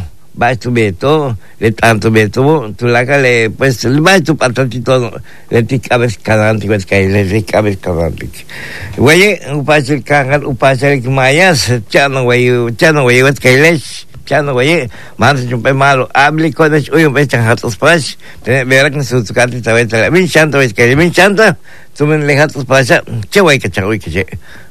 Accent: Mexico; somos orgullosamente mexicanos, 100%, señores.

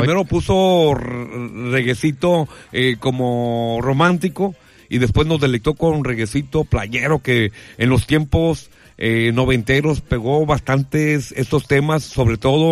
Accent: Mexico; todos somos mexicanos

